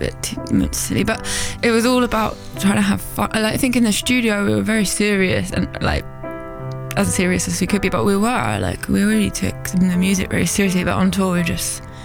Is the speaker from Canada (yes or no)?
no; London, United Kingdom; I grew up in Holloway, so it's around the corner from Finsbury Park